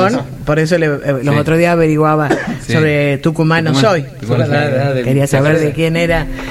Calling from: Hipólito Yrigoyen, Salta, Argentina; de Hipólito Yrigoyen, Salta, y sí, se tienen que llamar tucumanos.

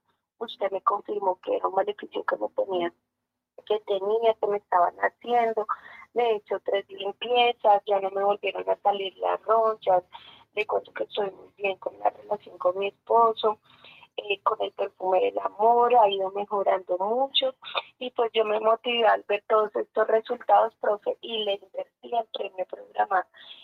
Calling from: Bogotá, Colombia; Yo solo estoy llamando desde acá, desde el barrio Tunal, en Bogotá.

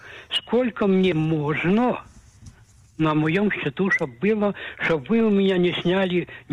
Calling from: Dimona, Southern District, Israel; из Димоны.

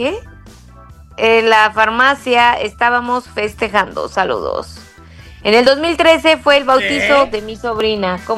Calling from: Nezahualcóyotl, State of Mexico, Mexico; de Ciudad Neza.

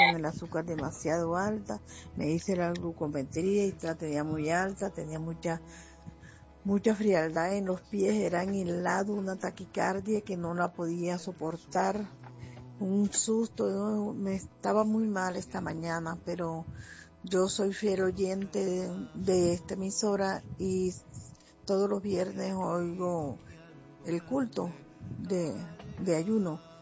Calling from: Tuluá, Valle del Cauca, Colombia; estoy llamando desde Tuluá, Valle del Cauca.

